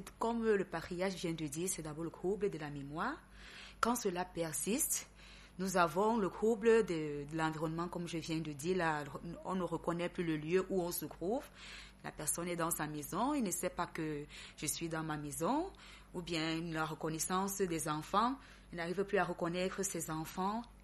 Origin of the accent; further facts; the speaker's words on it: Cameroon; chez nous en Afrique, et plus particulièrement au Cameroun